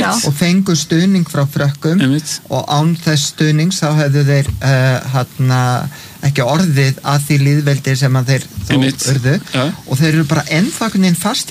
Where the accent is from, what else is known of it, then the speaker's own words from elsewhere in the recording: Reykjavik, Capital Region, Iceland; en ég ólst mín unglingsár upp í Breiðholti í fellaskóla og við vorum svona á skellinörum